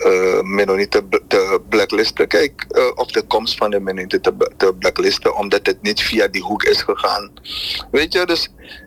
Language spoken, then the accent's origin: Dutch; Suriname; Persoonlijk, als Surinamer vind ik, heb ik geen problemen met de komst van de Mennonieten.